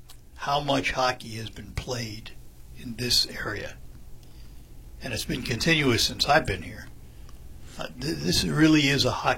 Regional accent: New York City, New York, United States; I grew up in New York City

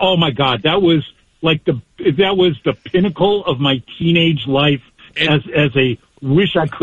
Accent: Wisconsin, United States; I'm from Wisconsin. That's where I was raised.

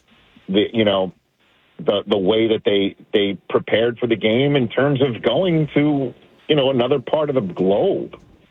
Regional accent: New York City, New York, United States; I'm from Staten Island, New York. I grew up overlooking Rutgers.

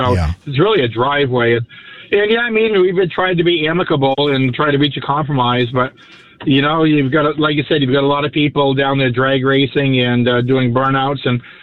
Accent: Keene, New Hampshire, United States; I've been born and raised in Keene, so this, you know, I'm one of those lifetime guys here.

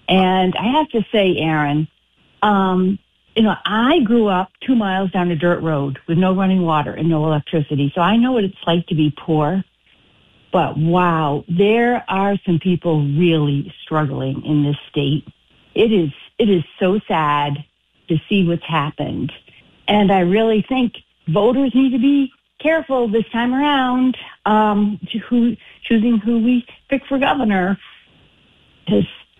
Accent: Maine, United States; now in Windham, United States; And I grew up in the Maine that is so different from now.

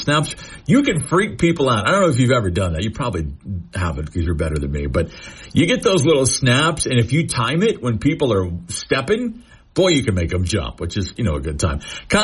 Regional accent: the South, United States; moved away; I grew up in the South, and fireworks, big part of what we do.

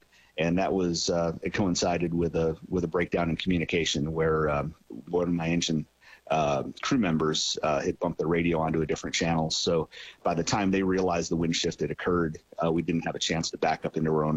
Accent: Canadian, Texas, United States; the Smokehouse Creek fire that burned through my hometown of Canadian.

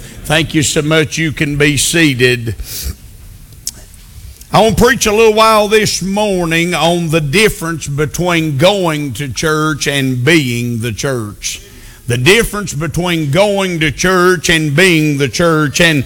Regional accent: United States; we as American Christians

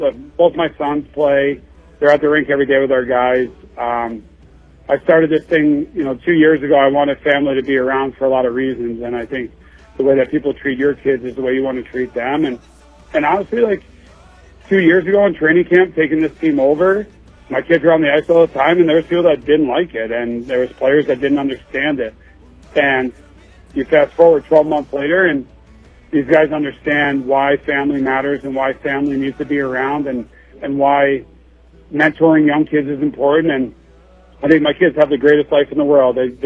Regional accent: East Coast, United States; moved away; I'm from the East Coast

